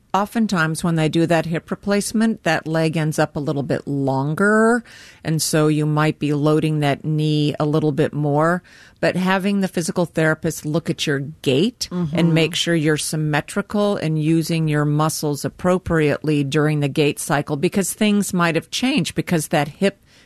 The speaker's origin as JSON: {"language": "English", "town": "Carroll", "region": "Iowa", "country": "United States", "said": "We're from Carroll."}